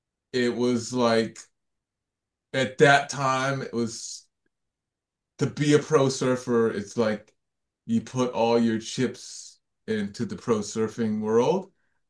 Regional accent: Virginia Beach, Virginia, United States; now in Hawaii, United States; that I grew up surfing with in Virginia Beach.

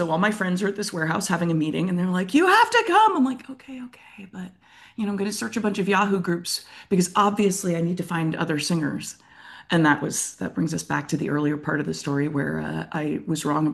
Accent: Alameda, California, United States; I'm a Bay Area kid, born and raised in Alameda

